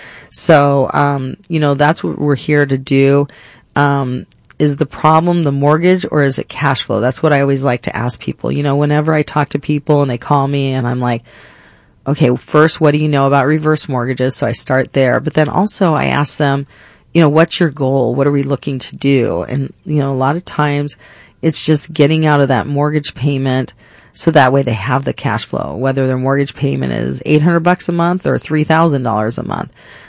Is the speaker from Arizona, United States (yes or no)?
yes; Phoenix, Arizona, United States; I'm actually a Phoenician. I'm from Arizona, and I've been, went to NAU.